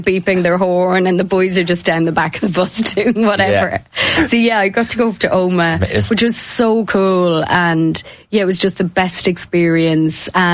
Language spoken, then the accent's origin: English; Milltown, County Cavan, Ireland; I'm from Milltown. Drumlane is my club.